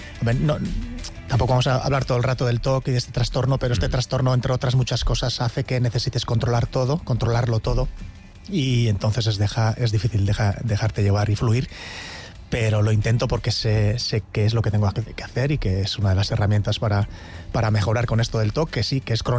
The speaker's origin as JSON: {"language": "Spanish", "town": "Elgoibar", "region": "Basque Country", "country": "Spain", "said": "en mi pueblo, en el Goibar."}